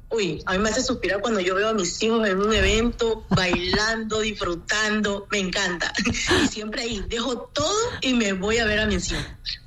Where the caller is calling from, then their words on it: Guayaquil, Guayas, Ecuador; te llamo de acá, de Guayaquil, del suburbio.